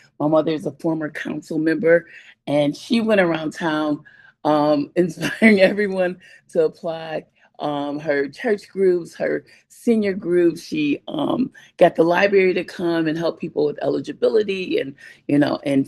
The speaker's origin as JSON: {"language": "English", "town": "Evanston", "region": "Illinois", "country": "United States", "tie": "born or raised there", "said": "So I grew up in the Fifth Ward. And it was a great place to grow up."}